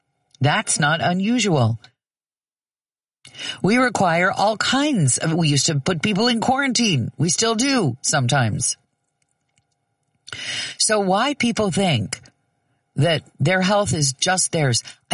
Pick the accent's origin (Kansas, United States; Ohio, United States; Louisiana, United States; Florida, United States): Kansas, United States; Growing up in Kansas, as I did